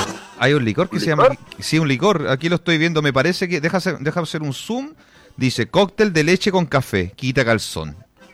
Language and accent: Spanish; Valdivia, Los Ríos, Chile; Soy de Valdivia. Hay un sector quita calzón. Hay parcelas allá.